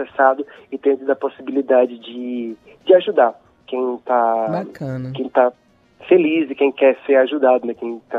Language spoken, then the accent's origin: Portuguese; Recife, Pernambuco, Brazil; born there; moved away as an adult; now in São Paulo, Brazil; Eu sou de Recife, nasci de Recife, mas moro em São Paulo há 18 anos.